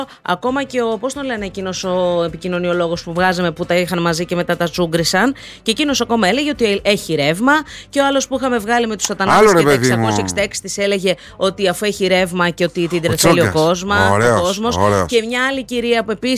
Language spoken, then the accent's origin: Greek; Greece; θεωρώ ότι ανήκω σε Ελληνίδα